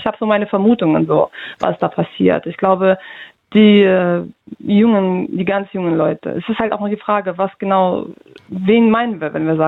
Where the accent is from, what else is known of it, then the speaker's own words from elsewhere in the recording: Russia; now in Germany; wenn ich sage, ja, ich komme aus Russland, das ist denen egal, woher ich komme.